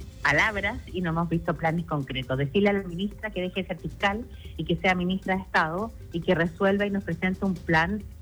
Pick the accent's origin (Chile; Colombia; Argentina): Chile; los dos somos chilenos